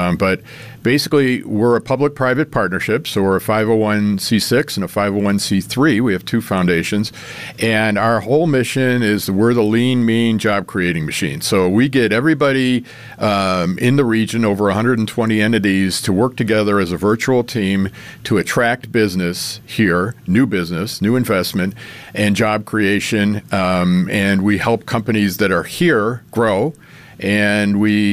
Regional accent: Buffalo, New York, United States; moved away as an adult; also born or lived in Washington, D.C. / Southwest Florida; I was born in Lovejoy area, went to school at Maryvale High School, got my undergrad and grad at University of Buffalo, got my MBA from there

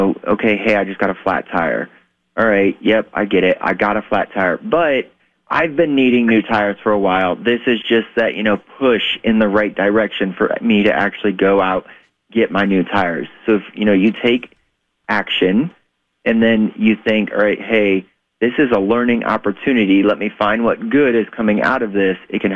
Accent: Ohio, United States; So, you know, growing up in Northern Ohio, I spent a lot of time working with my aunt, the Salvation Army.

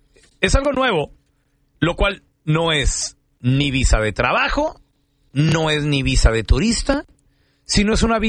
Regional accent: Mexico; No, bueno, pues claro. Yo soy mexicano, o sea, yo

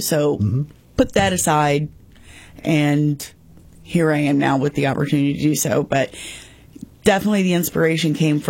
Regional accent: Farmington, United States; So I grew up disabled, and obviously in a rural area. I grew up in Farmington

